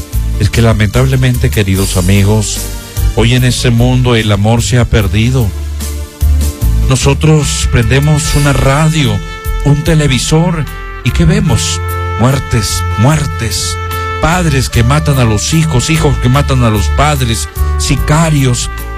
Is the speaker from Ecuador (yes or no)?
no; Argentina; moved away as an adult; also born or lived in northern Peru; now in Cajamarca, Peru; Yo soy argentino, trabajando por más de 13 años en el norte del Perú, por primera vez aquí en Cajamarca